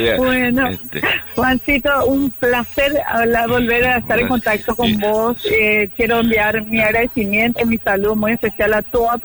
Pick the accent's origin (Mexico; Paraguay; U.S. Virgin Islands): Paraguay; moved away as an adult; now in Buenos Aires, Argentina; Los paraguayos que vivimos en el exterior, pero hacemos patria fuera de nuestra patria